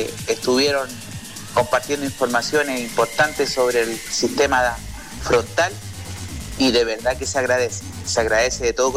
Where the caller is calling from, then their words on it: La Calera, Valparaíso, Chile; soy de La Calera, trabajo todos los días manejando hacia el túnel del Melón